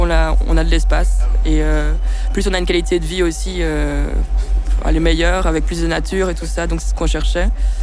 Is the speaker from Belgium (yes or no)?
yes; Ixelles, Brussels-Capital Region, Belgium; born there; les communes que je connais le plus, c'est Ixelles et Saint-Gilles, du coup, avant, parce que je suis née à Ixelles, en fait.